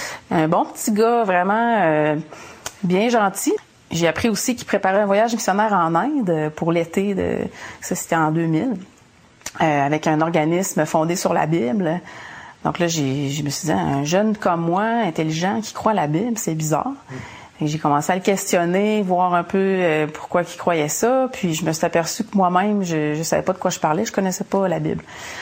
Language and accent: French; Saint-Félicien, Quebec, Canada; Moi, j'ai grandi au Lac-Saint-Jean, à Saint-Félicien. Je suis la plus jeune d'une famille de 5 enfants. Et puis, c'est une famille typiquement québécoise, normale, avec des bons parents.